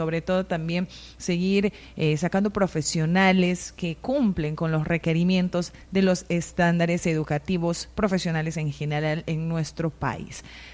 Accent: Peru; A una semana de haber asistido como peruanos, ciudadanos responsables a las urnas a votar

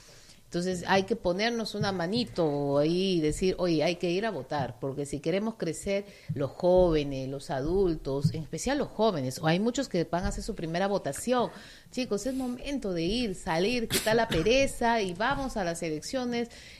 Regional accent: San Martín, Peru; nosotros como sanmartinenses

